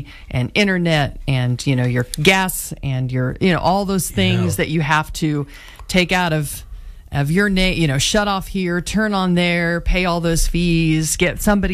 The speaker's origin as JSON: {"language": "English", "town": "Clay Center", "region": "Kansas", "country": "United States", "tie": "born or raised there", "also_born_or_lived": "Newton, Kansas / Peabody, Kansas / Manhattan, Kansas", "moved": "as an adult", "said": "Moved to Clay Center, was in the same house my entire school career, you know, until I was 18."}